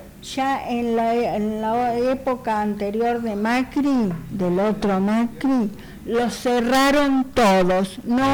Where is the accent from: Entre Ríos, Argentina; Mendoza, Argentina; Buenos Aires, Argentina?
Buenos Aires, Argentina; yo me crié en Agüero y Córdoba. Así que, del lado de Recoleta, no del otro lado que era la banda.